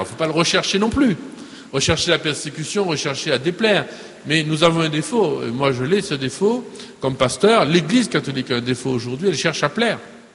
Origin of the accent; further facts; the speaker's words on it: Martinique; Je suis un Martiniquais, je suis librement un Martiniquais, je ne l'ai pas choisi.